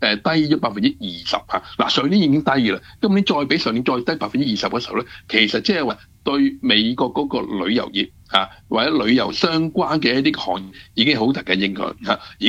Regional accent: Canada; 我哋加拿大人

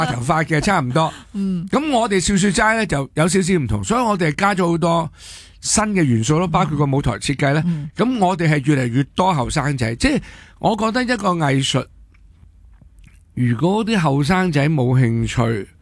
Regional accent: Hong Kong; 作为中国嘅香港人我就震惊。

